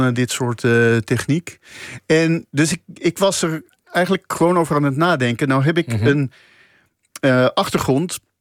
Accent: Netherlands; als wij met een Amerikaan spreken, spreek je toch altijd als een Nederlander met een Amerikaan.

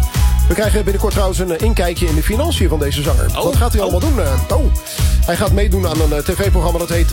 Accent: Kaatsheuvel, North Brabant, Netherlands; moved away; ik kom uit Kaatsheuvel

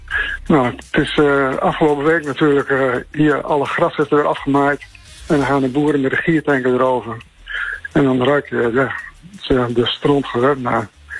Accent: Meppel, Drenthe, Netherlands; born there; now in Nijeveen, Netherlands; Nou, ik ben geboren in Meppelstad, maar ik woon al 40 jaar, denk ik, hier in Nijenveen.

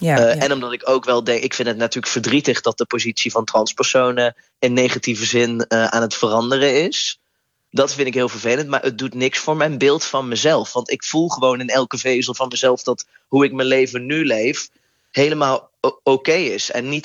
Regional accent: North Brabant, Netherlands; Ik kom uit Brabant en ik vind bijvoorbeeld ook carnaval echt verschrikkelijk.

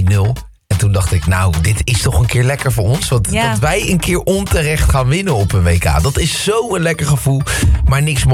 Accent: Netherlands; Want ik voel me Nederlander, ik ben Nederlander. Buiten dat ik ook een klein beetje bloed heb wat bijvoorbeeld ergens anders vandaan komt.

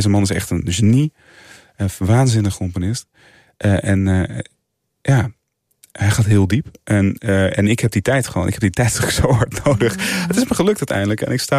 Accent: Culemborg, Gelderland, Netherlands; Dat ligt vlakbij de stad waar ik vandaan kom.

